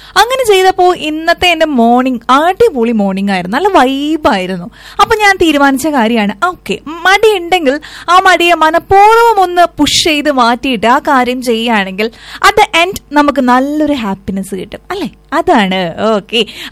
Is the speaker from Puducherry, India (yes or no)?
no; Thrissur, Kerala, India; ഞങ്ങൾ തൃശ്ശൂരുകാർ തണുപ്പ് എന്നല്ലാട്ട് പറയാം, തണവ് അങ്ങനെയും പറയാം.